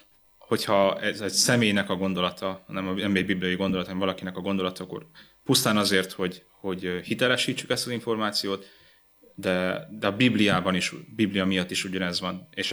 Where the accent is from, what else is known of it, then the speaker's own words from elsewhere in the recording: Galambod, Mureș County, Romania; also born or lived in Cluj-Napoca; de Marosvásárhely mellett a Galambodon, megemlítem Galambodot, mert nagyon kevesen élnek a faluban, úgyhogy halljanak így többen is Galambodról, nagyon szép kis falu. Ott nőttem fel